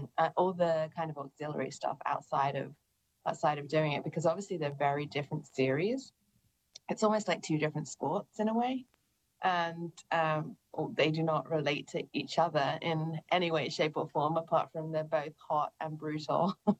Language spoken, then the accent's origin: English; Atlanta, Georgia, United States; Say hello to Atlanta for me. It's my hometown.